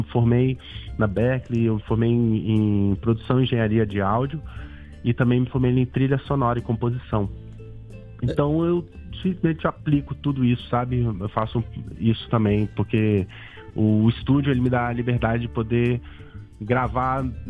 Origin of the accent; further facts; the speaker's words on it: Brazil; eu também sou brasileiro